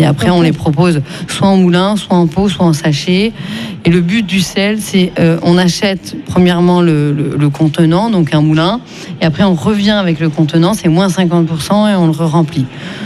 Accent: Tours, Centre-Val de Loire, France; moved away as an adult; now in Narbonne area, France; je suis de Tours, hein, ça fait 18 ans que j'habite ici

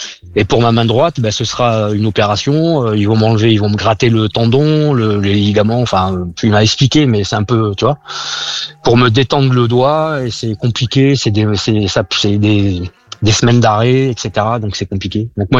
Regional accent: Limoges, Nouvelle-Aquitaine, France; Je suis de Limoges et la maladie, elle est de Limoges.

